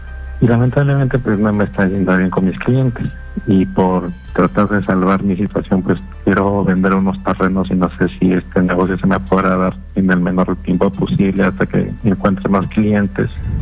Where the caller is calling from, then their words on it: Lima, Peru; Estoy llamando acá de La Molina